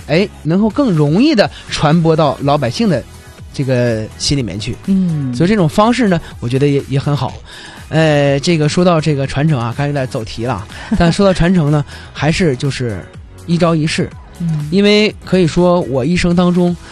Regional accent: Liaoning, China; moved away as an adult; also born or lived in Fuxin, Liaoning / Jinzhou, Liaoning; now in Jilin, China; 因为我是辽宁人，我是09年调过来的，所以说这个吉林是我的第二故乡

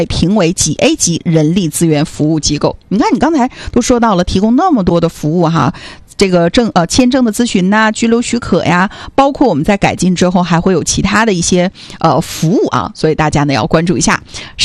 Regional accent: Northeast China, China

